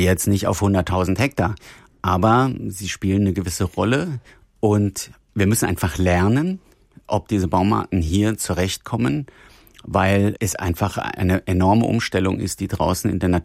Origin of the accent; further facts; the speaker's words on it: Hesse, Germany; Ich komme selber aus dem Taunus, da gibt's Bereiche, da sage ich, wow, das hätte ich nicht gedacht, dass die so schnell so toll wachsen.